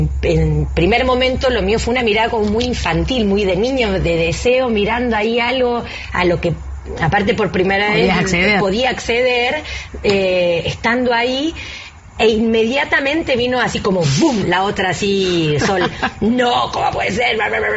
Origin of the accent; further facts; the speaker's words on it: Argentina; sobre todo siendo argentino